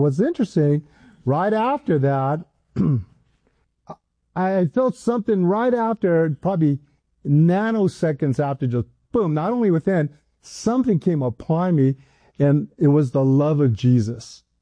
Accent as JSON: {"language": "English", "region": "Hawaii", "country": "United States", "tie": "born or raised there", "also_born_or_lived": "San Diego", "said": "I grew up in Hawaii. I was in Hawaii. And that's where I went to school."}